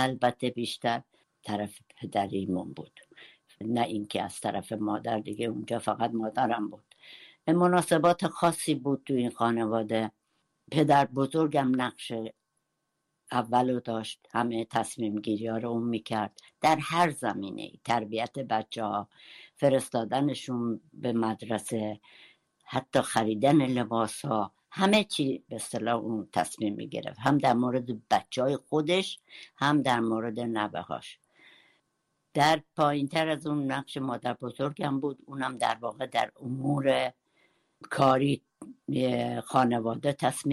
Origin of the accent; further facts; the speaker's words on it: Urmia, West Azerbaijan, Iran; first language Kurdish; Persian is a second language; also born or lived in Solduz, Naqadeh County; در شهر ارومیه بزرگ شدم، همونجا درس خوندم، هم دبستان و هم دبیرستان. البته من کلاس اول رو یکمی زودتر از بقیه شروع کردم، دلیلش هم این بود که زبان فارسی بلد نبودم. ما خونه کردی حرف می زدیم